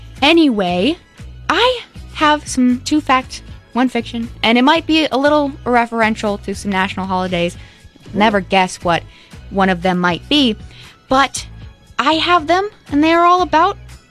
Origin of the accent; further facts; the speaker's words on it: United States; as an American